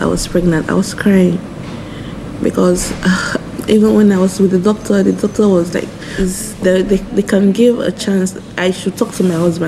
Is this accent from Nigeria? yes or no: yes; Nigeria; now in Ireland; The way we grew up in Nigeria is we could have the whole space, the community. Yeah, it's, you could, once you bring out your child, your child belongs to the community. But Ireland here is just not like that.